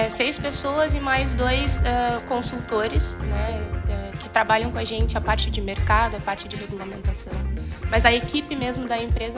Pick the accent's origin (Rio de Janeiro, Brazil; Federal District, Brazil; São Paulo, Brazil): Rio de Janeiro, Brazil; now in Rio Grande, Brazil; Não, eu sou do Rio de Janeiro, mas estou aqui em Rio Grande desde 2018.